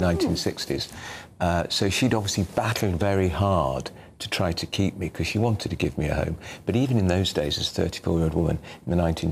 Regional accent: Cheltenham, South West England, United Kingdom; born there; moved away; also born or lived in Bristol; So she was, I was born in Bristol, put in a home in Cheltenham.

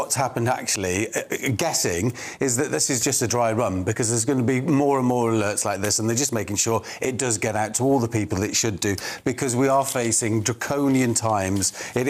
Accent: Wales, United Kingdom; born there; I'm Welsh. I was born in North Wales. I don't speak Welsh, or very badly

